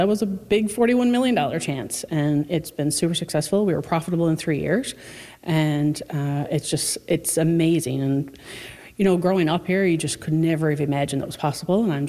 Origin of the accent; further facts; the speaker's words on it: Fogo Island, Newfoundland and Labrador, Canada; born there; also born or lived in St. John's; I was born on Fogo Island, one of the last generation to be born here in 1982, but like so many people, moved away for university. I didn't go too far, stayed in Newfoundland, went to St. John's